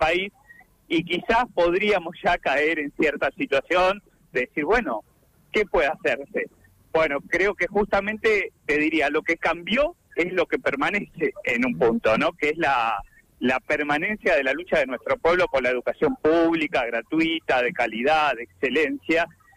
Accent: Trelew, Chubut, Argentina; porque somos de Trelew, caminamos los barrios

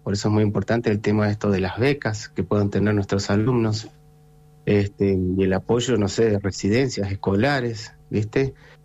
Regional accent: Cholila, Chubut, Argentina; Yo soy de Cholila, soy nativo de Cholila, y así que sé lo que es la ruralidad

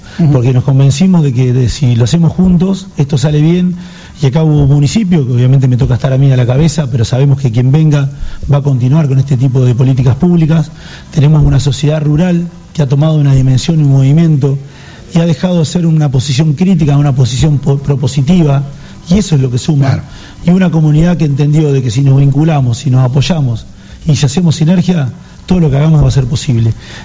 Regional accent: Buenos Aires Province, Argentina; si bien soy de Babio de toda la vida, mi familia es de ahí

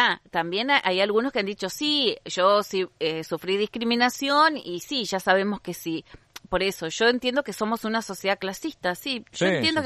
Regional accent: Argentina

